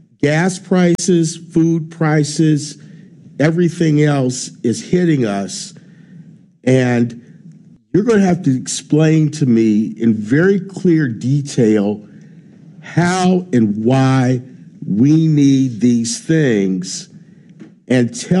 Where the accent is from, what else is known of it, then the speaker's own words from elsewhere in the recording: Ohio, United States; moved away; When I was growing up in Ohio in the 70s and in the early 80s